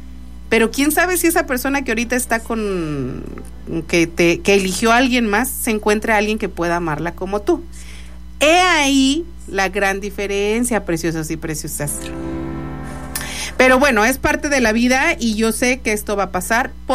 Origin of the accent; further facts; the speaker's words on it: Italy; Spanish is a second language; Porque yo soy ser italiana.